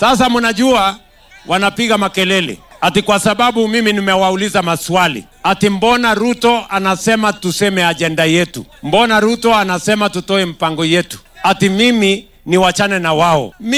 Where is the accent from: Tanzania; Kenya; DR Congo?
Kenya; Kwa sababu mbali na mimi kuwa rais, mimi ni Mkenya.